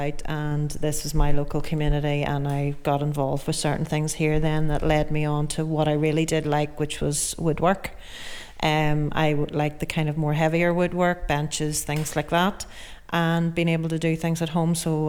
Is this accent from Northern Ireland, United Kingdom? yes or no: yes; Newcastle, Northern Ireland, United Kingdom; now in Longstone, United Kingdom; I am originally from Newcastle, but I've lived in Longstone and brought my family up here.